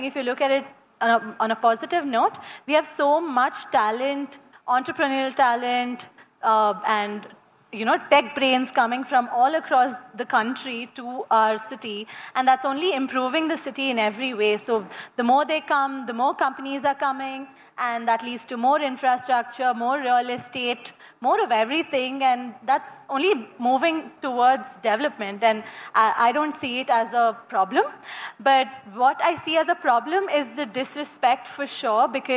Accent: Bangalore, Karnataka, India

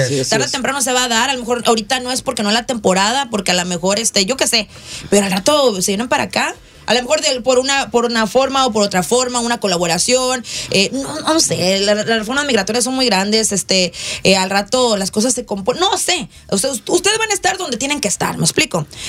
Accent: Mexico; mira, así somos los mexicanos, si ganamos vamos a celebrar y si perdemos vamos

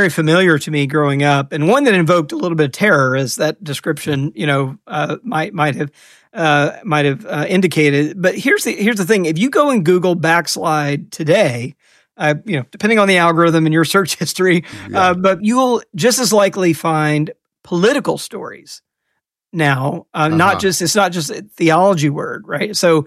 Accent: Deep South, United States; I grew up in the Deep South in a Southern Baptist church. So inside that, you know, white evangelical Southern world.

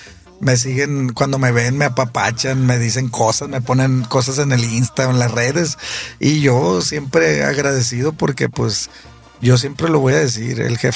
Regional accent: Culiacán, Sinaloa, Mexico; Mire, compa, la verdad, pues yo soy de Culiacán, usted lo sabe y mucha gente también.

